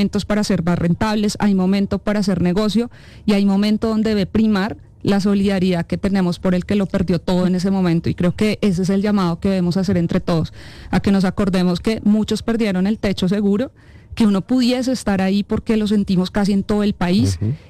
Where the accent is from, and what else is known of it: Colombia